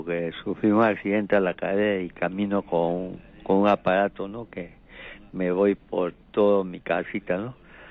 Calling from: Callao, Peru; del Callao.

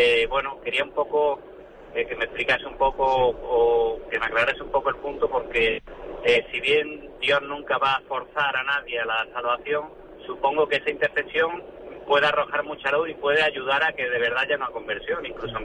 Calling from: Granada, Andalusia, Spain; de Granada, de Divina Misericordia.

